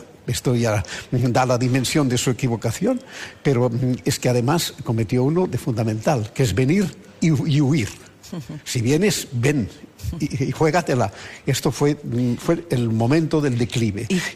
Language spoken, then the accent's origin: Spanish; Catalonia, Spain; Yo soy ciudadano de España, pero catalán, que es distinto, pero bueno.